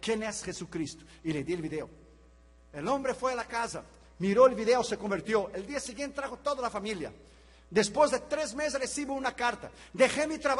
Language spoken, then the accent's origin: Spanish; Brazil; moved away; Mucho gusto … de Brasil.